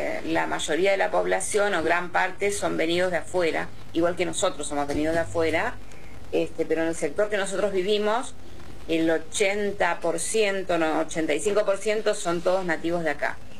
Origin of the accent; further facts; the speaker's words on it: Mallín Ahogado, Río Negro, Argentina; Mi pueblo, mi paraje se llama Mallín Ahogado.